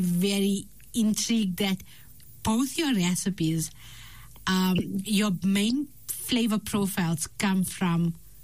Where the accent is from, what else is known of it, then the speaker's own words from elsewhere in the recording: Hama, Hama Governorate, Syria; So you remind me of someone I grew up with in Hama.